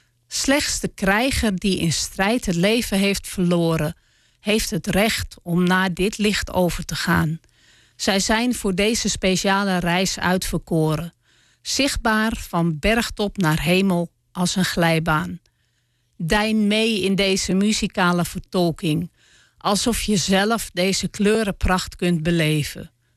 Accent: Amsterdam, North Holland, Netherlands; ik ben opgegroeid in Amsterdam Oud-West. Met veel Marokkaanse, Turkse, Surinaamse vriendjes en vriendinnetjes.

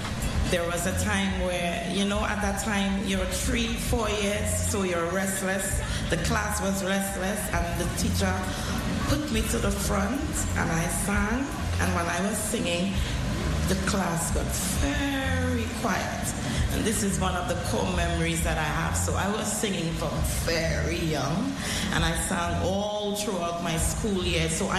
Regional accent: San Fernando, Trinidad & Tobago; I grew up in San Fernando, and you see how you all fanning? It's like this. It's very warm.

